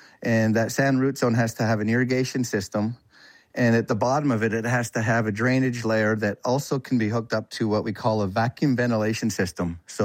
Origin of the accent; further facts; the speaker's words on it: Canada; I'm a Canadian.